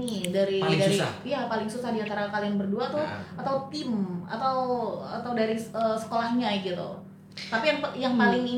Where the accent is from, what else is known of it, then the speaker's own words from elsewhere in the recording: Medan, North Sumatra, Indonesia; Kan saya orang Medan.